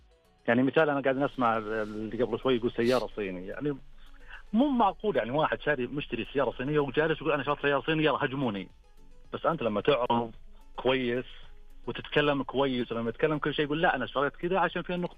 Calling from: Al-Qassim, Saudi Arabia; من القصيم

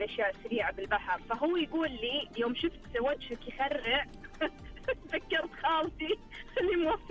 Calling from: Dammam, Eastern Province, Saudi Arabia; أنا في الدمام.

